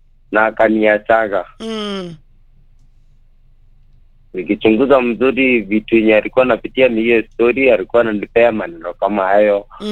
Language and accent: Swahili; Samburu County, Kenya; now in Narok, Kenya; Mimi si Mkikuyu, mimi ni Msamburu.